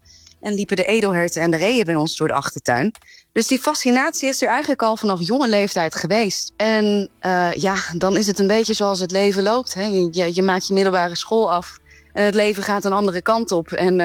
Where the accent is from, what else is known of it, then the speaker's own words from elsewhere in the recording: Gelderland, Netherlands; Ik ben opgegroeid in de Veluwse bossen. En ben daardoor altijd heel dicht bij de natuur geweest.